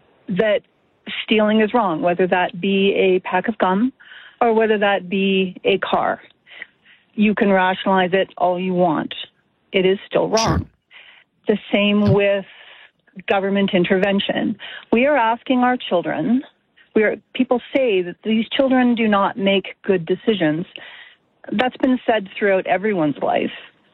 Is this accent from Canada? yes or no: yes; Alberta, Canada; You know, I am from Alberta.